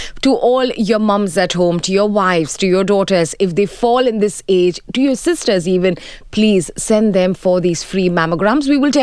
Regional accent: Mumbai, Maharashtra, India; now in United Arab Emirates; Where am I from? I am from the UAE, but originally from Mumbai.

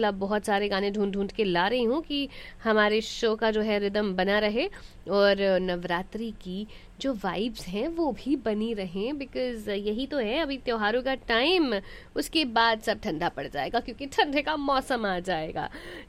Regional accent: Bihar, India; मैं बिहार से हूँ

